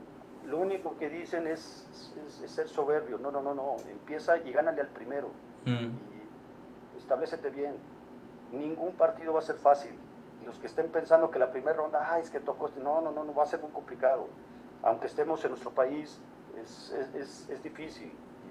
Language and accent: Spanish; Mexico; nosotros en México